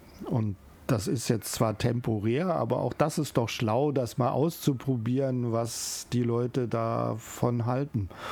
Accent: Berlin, Germany; moved away as an adult; now in Salzburg, Austria; als Berliner kommt das zwischen Ost-West natürlich.

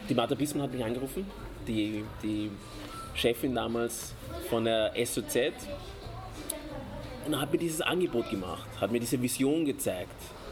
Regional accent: Austria; Ich bin als Kind aufgewachsen in Österreich.

